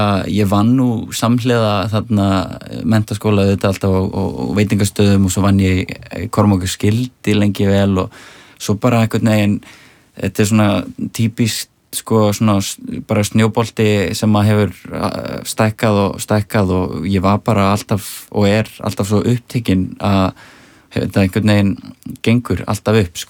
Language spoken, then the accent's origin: Icelandic; Reykjavík, Capital Region, Iceland; svo er ég náttúrulega alveg upp í Árbæ þannig að … voru miklar hetjur og svona þetta íslenska rap svona í kringum hrunið.